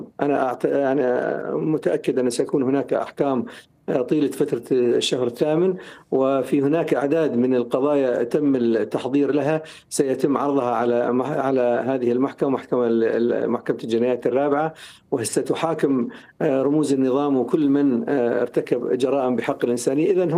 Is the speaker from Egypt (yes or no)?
no; Syria; فنحن كسوريين حقيقة كسوريين، من مصلحتنا أن يكون هناك عقوبة رادعة لمن أوغل بالدم السوري